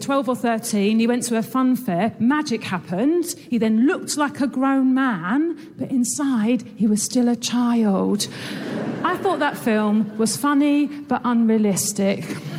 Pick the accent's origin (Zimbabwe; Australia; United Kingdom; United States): United Kingdom; England; Thank you so much. I'm here from England.